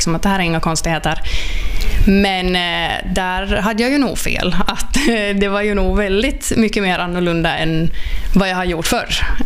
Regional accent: Kristinestad, Ostrobothnia, Finland; moved away as an adult; now in Guangzhou, China; jag kommer från Sileby då, en liten by utanför Kristinestad. Men senaste 2,5 åren så har jag varit i Kina tillsammans med min man

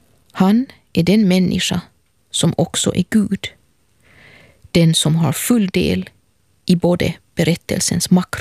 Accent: Helsinki, Uusimaa, Finland; och jag är från Helsingfors.

